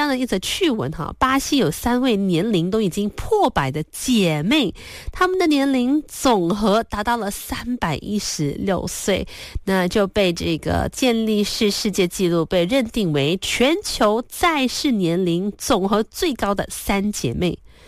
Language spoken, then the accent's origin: Chinese; Malaysia; 辛苦了当年的这个祖辈啊，为了更好的生活来到了马来西亚这片土地，让我能够成为土生土长的马来西亚人。我觉得做马来西亚人还是一件很幸福的事情了哈。